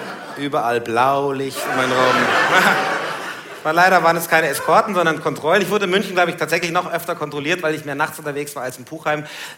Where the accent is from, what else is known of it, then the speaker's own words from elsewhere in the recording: Nigeria; now in Munich, Germany; Ich komme aus Nigeria.